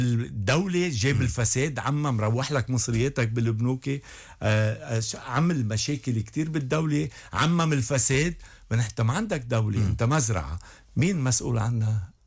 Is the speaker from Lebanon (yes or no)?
yes; South Governorate, Lebanon; بس أنا ابن الجنوب بدي لقي له معادلة جديدة